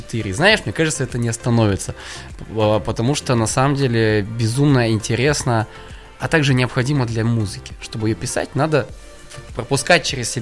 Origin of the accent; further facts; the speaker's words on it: Russia; moved away as an adult; Я же с Байкала, я же о нем знаю все